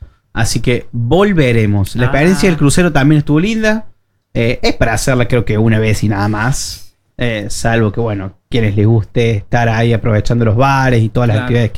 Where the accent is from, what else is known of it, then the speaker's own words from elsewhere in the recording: Argentina; now in Oslo, Norway; Como somos los argentinos, eso, de Argentina